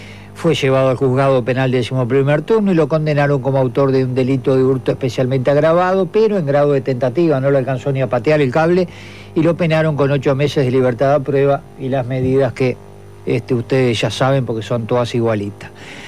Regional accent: Canelones, Uruguay; Calpis remolacha cuando era jovencito, como todo canario allá en el pueblo.

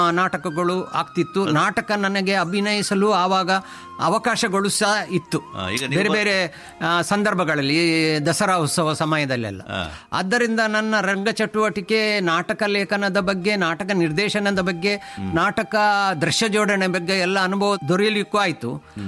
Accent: Mulki, Karnataka, India; born there; now in Mangaluru, India; ನಾನು ಮುಲ್ಕಿಯಲ್ಲಿ, ಆಮೇಲೆ ಇಲ್ಲಿಯ ಮಂಗಳೂರಲ್ಲಿ ಕದ್ರಿ ಮಿಲಗ್ರಿಸ್ ಗಣಪತಿ ಹೈಸ್ಕೂಲ್ನ ವಿದ್ಯಾರ್ಥಿ.

